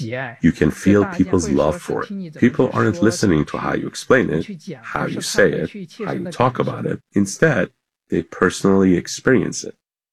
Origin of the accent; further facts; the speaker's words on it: Zigong, Sichuan, China; I'm from Zigong. In this place, it's lantern tradition, it's history. It actually goes back close to 1,000 years.